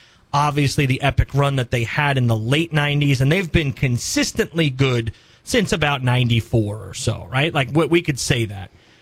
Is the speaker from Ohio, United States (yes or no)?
no; New York City, New York, United States; I grew up in New York City